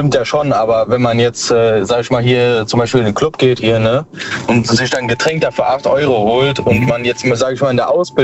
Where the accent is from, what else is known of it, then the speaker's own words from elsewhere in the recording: Koblenz, Rhineland-Palatinate, Germany; Ich komme aus Rheinland-Pfalz, Koblenz.